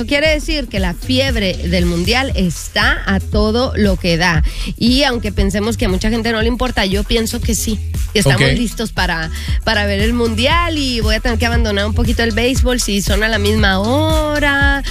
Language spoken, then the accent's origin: Spanish; Mexico; moved away; Yo crecí en México